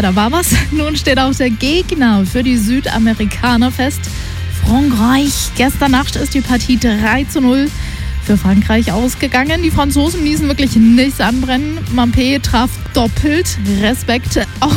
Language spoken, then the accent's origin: German; Düsseldorf, North Rhine-Westphalia, Germany; Rock aus Düsseldorf. Grüße an meine alte Heimat.